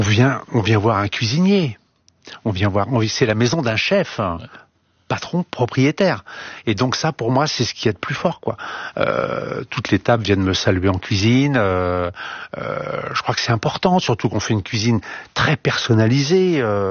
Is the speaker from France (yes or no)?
yes; Brittany, France; born there; je suis né en Bretagne, donc c'est vrai que j'ai une grande tendresse pour le sarrasin.